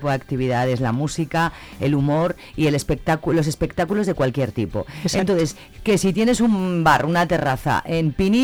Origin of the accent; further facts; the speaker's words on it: Zamora, Castile and León, Spain; somos zamoranos y zamoranas